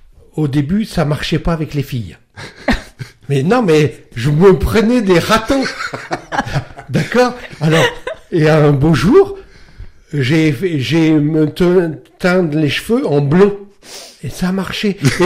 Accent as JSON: {"language": "French", "town": "Hérouville-Saint-Clair", "region": "Normandy", "country": "France", "said": "Alors moi j'étais punk d'Hérouville-Saint-Clair."}